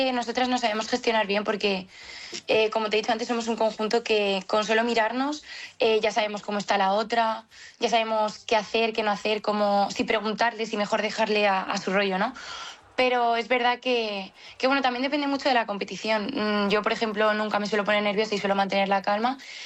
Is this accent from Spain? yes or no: yes; Spain; Y aparte somos las primeras españolas de la delegación en conseguirlo